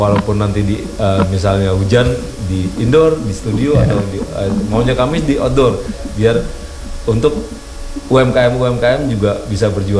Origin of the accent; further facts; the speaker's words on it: Java, Indonesia; karena saya dari Jawa, dulu di Jawa itu tidak ada bendera-bendera setinggi-setinggi itu di rumah-rumah.